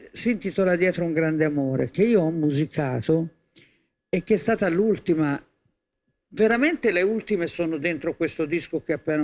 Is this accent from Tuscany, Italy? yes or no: yes; Tuscany, Italy; Si sente che sono toscana?